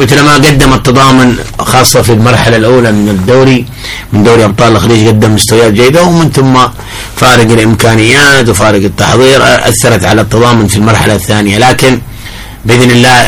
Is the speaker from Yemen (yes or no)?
yes; Hadramawt, Yemen; عندنا في حضرموت